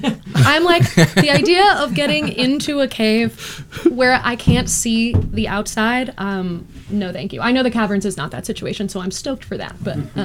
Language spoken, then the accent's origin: English; Arizona, United States; now in Nashville, United States; I'm kind of new to Nashville still. New to the area. I'm from Arizona.